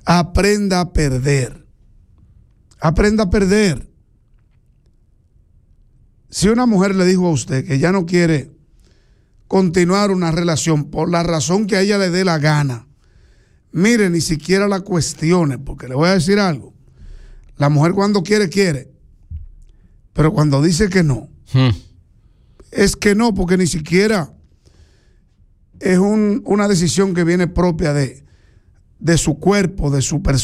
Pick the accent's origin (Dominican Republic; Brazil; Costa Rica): Dominican Republic